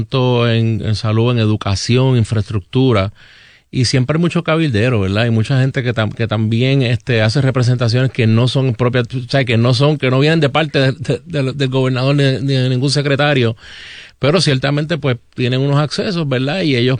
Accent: Puerto Rico; Como exsecretario, como funcionario y como puertorriqueño.

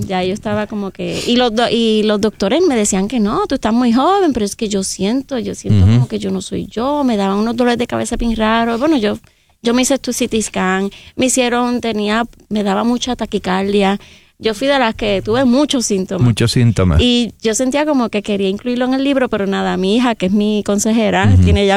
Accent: Vega Baja, Puerto Rico; yo soy de Vega Baja

